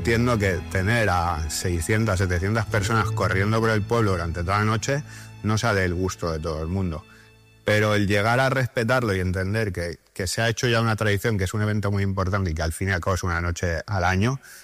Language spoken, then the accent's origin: Spanish; Sant Andreu de la Barca, Catalonia, Spain; oye, ¿de dónde eres? De Santander Abarca.